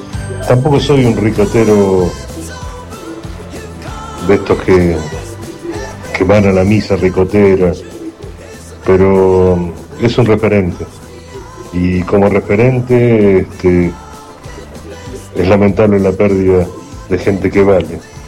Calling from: Castelar, Buenos Aires Province, Argentina; de Castelar te habla.

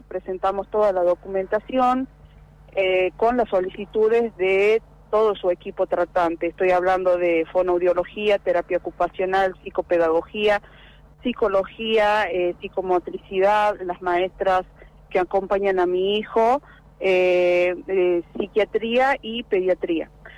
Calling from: Comodoro Rivadavia, Chubut, Argentina

